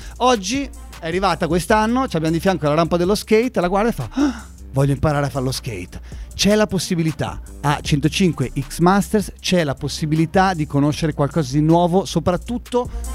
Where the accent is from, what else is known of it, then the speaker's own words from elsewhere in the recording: Senigallia, Marche, Italy; sempre Mindset, siamo da Senigallia